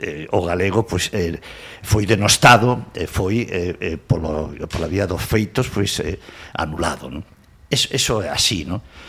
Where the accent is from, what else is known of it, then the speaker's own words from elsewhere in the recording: Vigo, Galicia, Spain; also born or lived in Madrid; eu son fillo de Navarro, máis de galega, polo tanto, na miña casa se falaba básicamente en castelán, nos xesuítas de Vigo, onde estuve 11 años, se falaba absolutamente en castelán